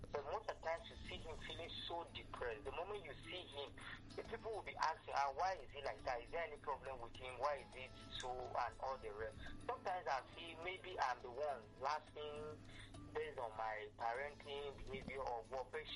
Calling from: Ikeja, Lagos, Nigeria; calling you from Ikeja.

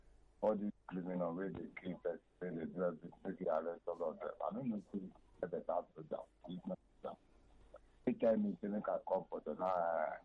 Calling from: Alagbado, Lagos, Nigeria; I'm from Alagbadu.

